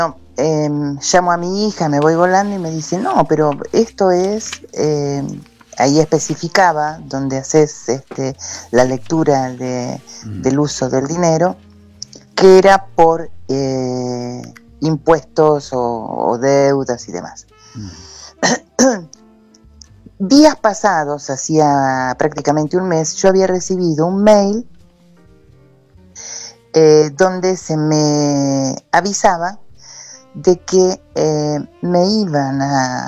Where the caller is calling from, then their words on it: Ciudadela, Buenos Aires Province, Argentina; de Citadel